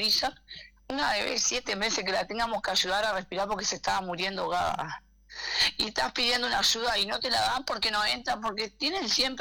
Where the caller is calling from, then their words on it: Montevideo, Uruguay; yo soy de Montevideana, yo hace 4 años que vivo acá